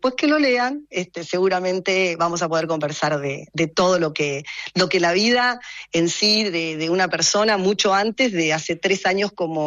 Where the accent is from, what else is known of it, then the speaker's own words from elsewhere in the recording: Río Negro, Argentina; yo en realidad vengo de la Patagonia, de Río Negro, de familia de laburantes, de mucho trabajo, que empezaron teniendo heladerías, sí, mi padre, y terminamos en la concesionaria